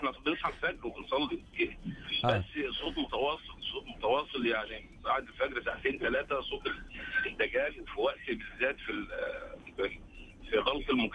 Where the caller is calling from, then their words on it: Egypt; عندنا في مصر